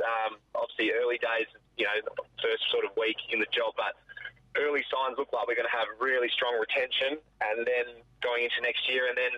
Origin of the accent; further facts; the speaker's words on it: Northampton, Western Australia, Australia; As you'd imagine, we were a massive footy family growing up in Northampton. That's what you did.